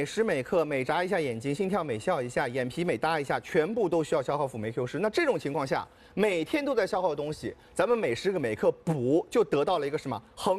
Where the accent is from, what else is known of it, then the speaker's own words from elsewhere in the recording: Shanghai, China; 这就相当于我们上海人特别喜欢吃的菜肉馄饨